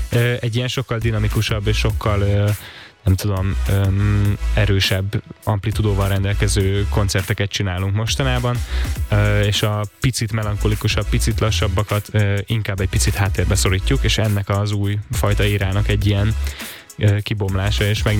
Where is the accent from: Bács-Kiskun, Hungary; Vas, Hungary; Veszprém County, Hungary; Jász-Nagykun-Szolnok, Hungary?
Jász-Nagykun-Szolnok, Hungary; Szolnok; born there; Valamennyi köze van egyébként a szülővárosomhoz, Szolnokhoz is